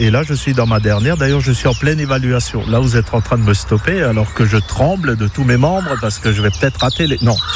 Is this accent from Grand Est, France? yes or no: yes; Strasbourg, Grand Est, France; Je suis de Strasbourg. Et je pense que mon accent vous le trahit assez aisément.